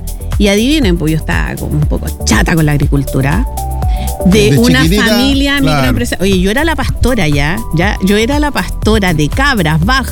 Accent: Ovalle, Coquimbo, Chile; Cuando yo me fui de Ovalle cuando tenía 17 años.

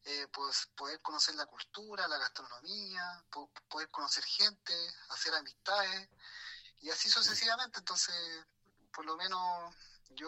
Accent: Rengo, O'Higgins, Chile; soy nacido y criado en Rengo

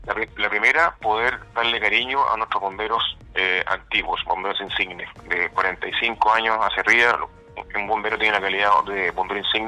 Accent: Rancagua, O'Higgins, Chile; Nunca olvido que vengo de la región de O'Higgins, de Puerto Montt, de Rancagua

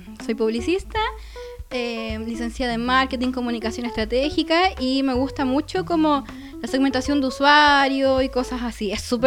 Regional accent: La Pintana, Santiago Metropolitan Region, Chile; Sí, y yo la escuchaba cuando vivía en La Pintana porque nací y fui criada en La Pintana. ¿Ya? 13 años de mi vida.

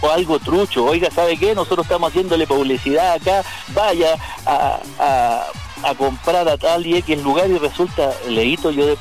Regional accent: Chile; Yo no soy de Penco, yo soy de Chile.

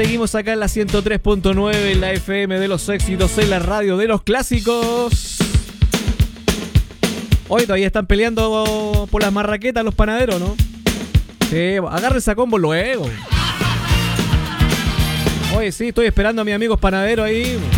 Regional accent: Chile

